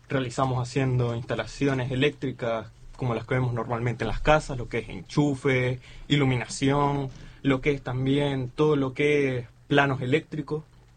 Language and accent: Spanish; Linares, Maule, Chile; yo soy acá también